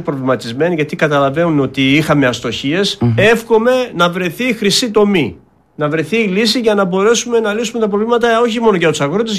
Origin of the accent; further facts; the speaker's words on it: Greece; Εμείς οι Έλληνες αγρότες